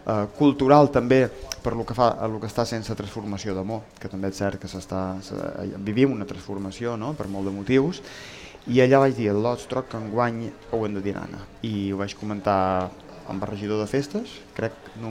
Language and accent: Catalan; Sant Climent, Balearic Islands, Spain; Sant Climent